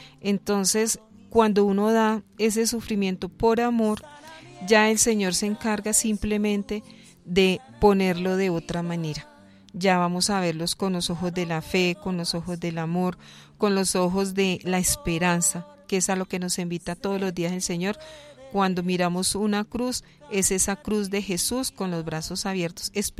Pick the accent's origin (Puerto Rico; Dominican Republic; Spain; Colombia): Colombia; Tolima; moved away; Yo, por ejemplo, soy tolimense.